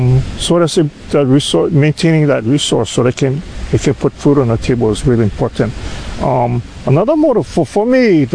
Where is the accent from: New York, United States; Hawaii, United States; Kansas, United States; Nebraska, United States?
Hawaii, United States; Honolulu; You know, I grew up in Kalihi. I'm pretty much a city boy.